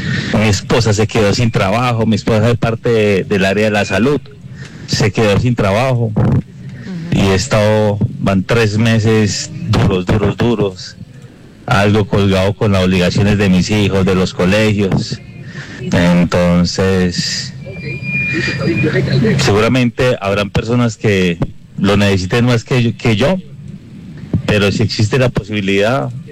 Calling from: Armenia, Quindío, Colombia; de Armenia.

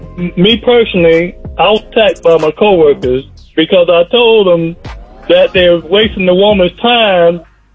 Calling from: Atlanta, Georgia, United States; I'm from Atlanta.

